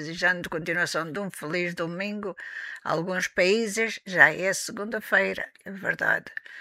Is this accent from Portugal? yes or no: yes; Portugal; eu sou de Portugal, é verdade, eu sou portuguesa.